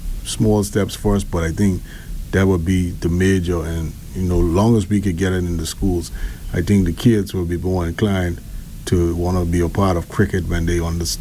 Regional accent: Turks & Caicos Islands; growing up in the Caribbean, growing up in the West Indies and the Turks and Caicos Islands

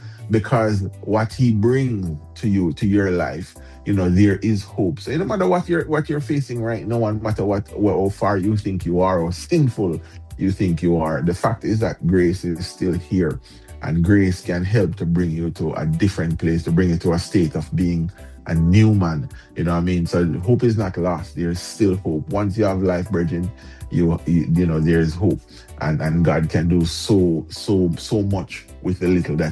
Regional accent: Jamaica; moved away; growing up in Jamaica is a big thing

